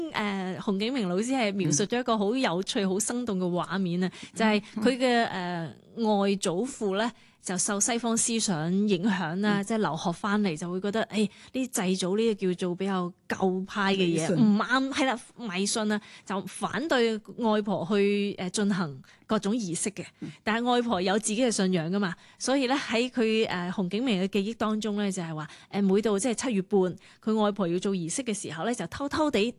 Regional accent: China; moved away; 可能是我自己童年在内地生活长大了

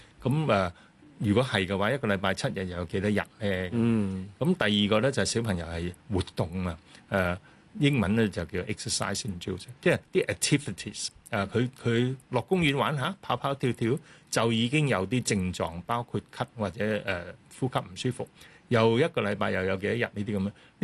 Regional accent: Hong Kong; 我哋香港人嘅一個概念咧

